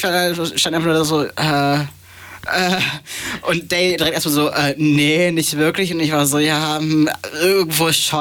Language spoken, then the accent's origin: German; Hamburg, Germany; Ich komme ja eigentlich aus der Ecke Harburg.